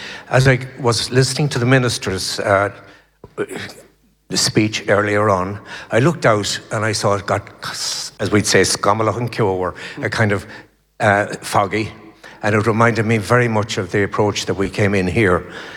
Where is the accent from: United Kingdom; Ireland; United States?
Ireland; Turin; No, not quite. I'm from Turin.